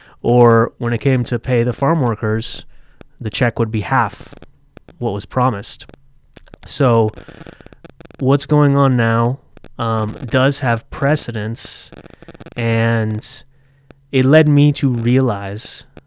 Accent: Boise, Idaho, United States; But I went to Boise High. I didn't grow up in rural, you know. I grew up in Southeast, North, and Boise.

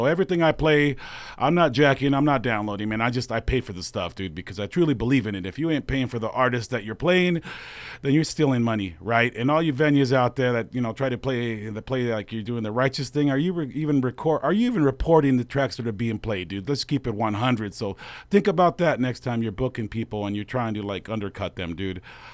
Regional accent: West Coast, United States; I'm from the West Coast, baby.

